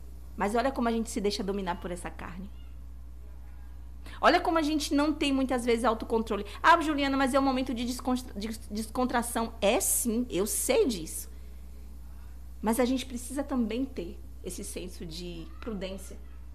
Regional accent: Brazil; nós somos brasileiros, né?

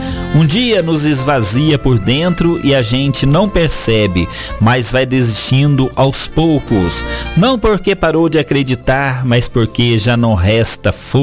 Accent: Santa Rita do Sapucaí, Minas Gerais, Brazil; grandiosos em Santa Rita do Sapucaí, shows gratuitos, né? Prefeitura Municipal promovendo lá os grandes shows da minha cidade, da minha terra natal.

